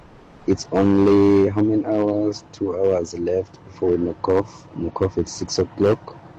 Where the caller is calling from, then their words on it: East Rand, Gauteng, South Africa; from East Rand.